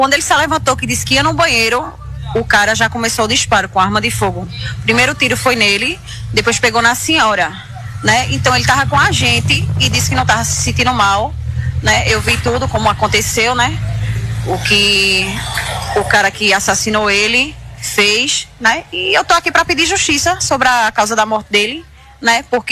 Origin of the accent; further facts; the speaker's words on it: Recife, Pernambuco, Brazil; also born or lived in Caruaru; Não, sou de Recife, morava aqui em Caruaru. Depois que minha mãe faleceu, eu fui morar no Recife.